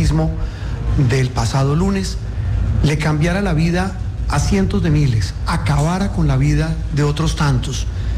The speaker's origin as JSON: {"language": "Spanish", "country": "Colombia"}